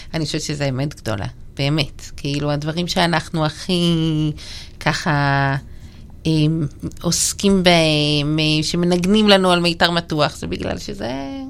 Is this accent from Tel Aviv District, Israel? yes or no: no; Jerusalem, Jerusalem District, Israel; אני ירושלמית, הגעתי לפה מירושלים